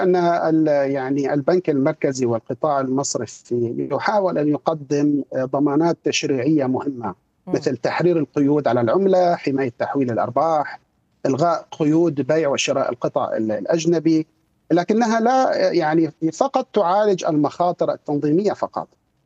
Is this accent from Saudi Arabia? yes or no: no; Syria; now in Kuwait; أنا كمغترب سوري مقيم في الكويت